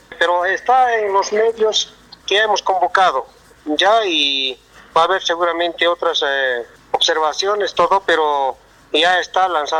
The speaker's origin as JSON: {"language": "Spanish", "town": "Pampaullaga", "region": "Oruro", "country": "Bolivia", "said": "Soy de Pampaullaga"}